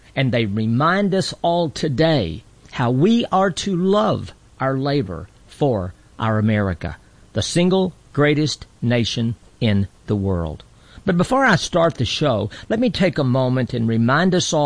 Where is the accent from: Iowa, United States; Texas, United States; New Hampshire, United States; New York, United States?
Texas, United States; born or raised there